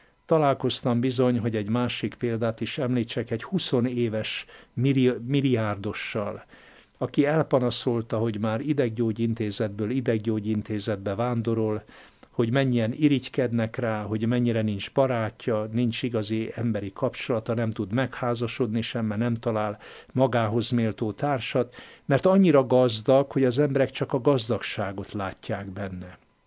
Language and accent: Hungarian; Mosonmagyaróvár, Győr-Moson-Sopron, Hungary; born or raised there